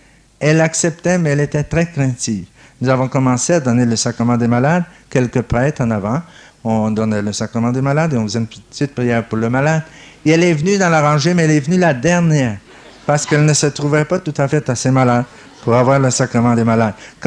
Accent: Dominican Republic; au moins chez nous, en République dominicaine, j'étais très malade de tuberculose

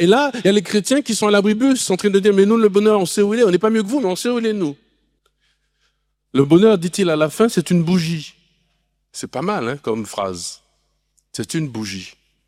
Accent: Martinique

